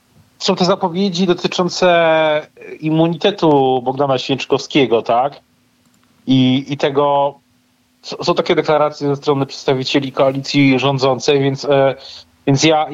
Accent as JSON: {"language": "Polish", "town": "Kraków", "region": "Lesser Poland", "country": "Poland", "said": "ja jestem z Krakowa, więc my tak mówimy minister cały czas"}